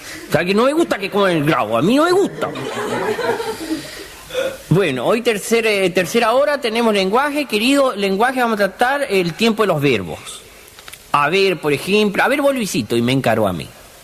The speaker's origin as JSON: {"language": "Spanish", "region": "Chaco", "country": "Argentina", "said": "yo chaqueño decía, no, yo soy del Chaco."}